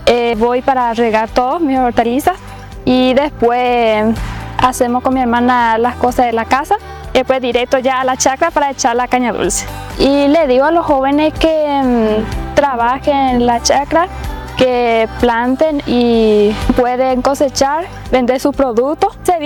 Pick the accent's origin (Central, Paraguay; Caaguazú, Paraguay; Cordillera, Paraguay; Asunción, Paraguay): Caaguazú, Paraguay; San José de los Arroyos; vengo de la ciudad de San José de los Arroyos y ella es mi hermana.